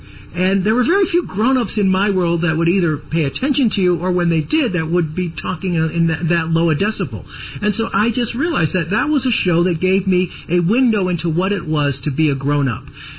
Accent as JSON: {"language": "English", "town": "Chicago", "region": "Illinois", "country": "United States", "tie": "born or raised there", "said": "I grew up in Chicago, and the show was never off the air."}